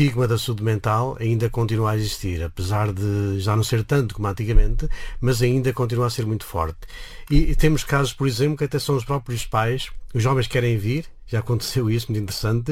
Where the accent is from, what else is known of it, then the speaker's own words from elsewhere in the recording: Northern Portugal, Portugal; moved away; sou do Norte